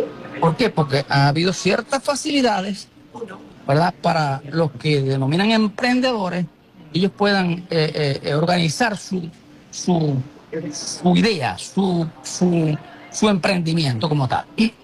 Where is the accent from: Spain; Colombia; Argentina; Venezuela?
Venezuela; yo tengo confianza en mi país.